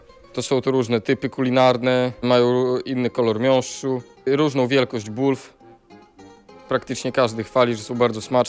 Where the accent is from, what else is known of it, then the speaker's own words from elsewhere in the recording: Podlaskie Voivodeship, Poland; U nas na Podlasiu ludzie bardzo lubią ziemniaki Irys i Irga.